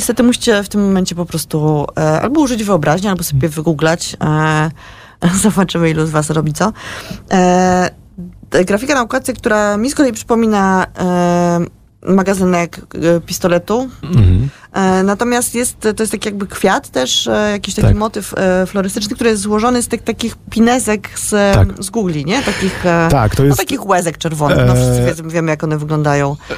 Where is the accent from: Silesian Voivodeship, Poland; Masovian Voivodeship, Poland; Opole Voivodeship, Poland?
Masovian Voivodeship, Poland; Warsaw; born there; Ja jestem warszawianką z urodzenia